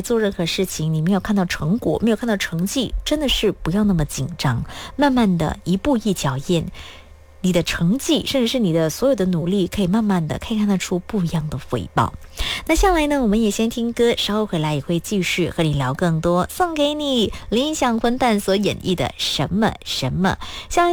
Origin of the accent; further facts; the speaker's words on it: Malaysia; 我们马来西亚人